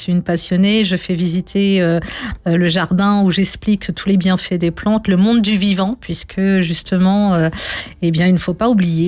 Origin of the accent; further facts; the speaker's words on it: Mauritius; Eh bien, écoutez, en tant que Mauricienne, j'avais ce besoin de revenir